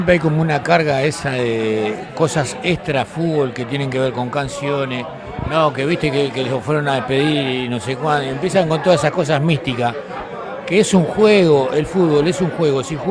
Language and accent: Spanish; Uruguay; obviamente como uruguayo quería que no fuera bien.